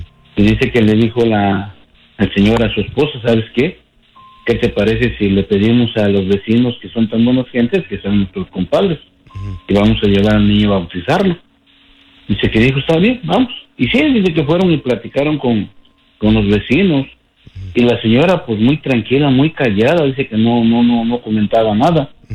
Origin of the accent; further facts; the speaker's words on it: Oaxaca, Mexico; Yo soy del estado de Oaxaca.